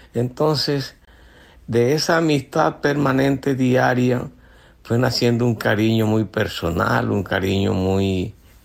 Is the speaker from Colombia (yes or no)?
yes; San Juan del Cesar, La Guajira, Colombia; ella llega a San Juan del Cesar a estudiar en la Escuela Normal de Señoritas, allá en mi tierra